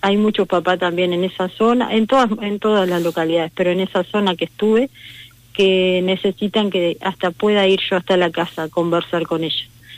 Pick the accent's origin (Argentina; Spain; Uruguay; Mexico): Uruguay; Montevideo; moved away as an adult; now in Colonia del Sacramento, Uruguay; yo hace 6 años que estoy en Colonia. Soy de Montevideo.